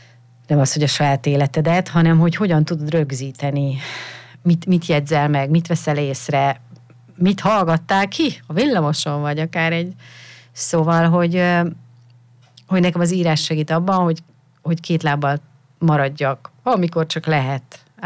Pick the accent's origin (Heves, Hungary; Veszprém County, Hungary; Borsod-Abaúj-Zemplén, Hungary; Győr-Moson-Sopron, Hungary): Borsod-Abaúj-Zemplén, Hungary; Miskolc; now in Budapest, Hungary; én Miskolcról származom, ugye Észak-Kelet-Magyarország, nagyon pici hely, és én már gyerekkoromban is azt éreztem, mivel sok falusi rokonunk, vagy hát a rokonaink mind falukból, különböző falvakból származtak a környékről, hogy én nem is kisvárosi lány vagyok, én falusi lány vagyok.